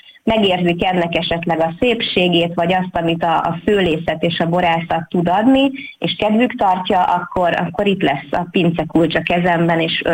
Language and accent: Hungarian; Pázmánd, Fejér, Hungary; én itt születtem Pázmándon